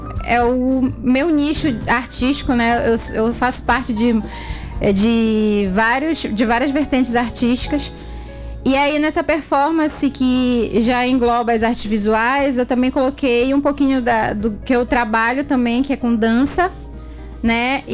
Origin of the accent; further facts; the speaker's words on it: North Region, Brazil; com as transformações que a gente passa, né, no nosso cotidiano enquanto nortista.